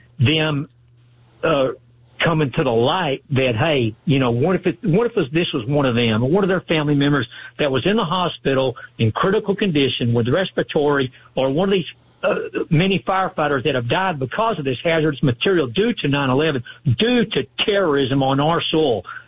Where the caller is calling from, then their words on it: Dallas, Texas, United States; And I'm calling from Dallas, Texas